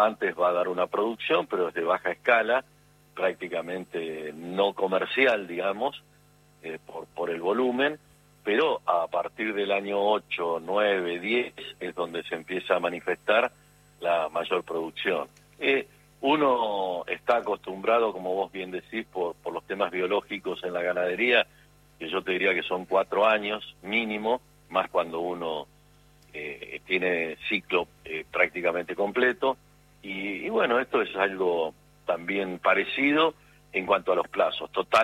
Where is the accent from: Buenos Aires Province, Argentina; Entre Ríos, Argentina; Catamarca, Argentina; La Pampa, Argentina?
Buenos Aires Province, Argentina; Martínez de Oz; yo de un pueblito de Martínez de Oz, a 20 kilómetros de distancia, sí, en el partido de Lincoln